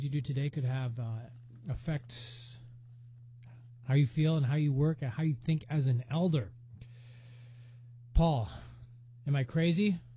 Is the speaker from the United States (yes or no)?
yes; Midwest, United States; now in Bethel, Alaska, United States; I'm originally from the Midwest, been a United States citizen, born into the U.S.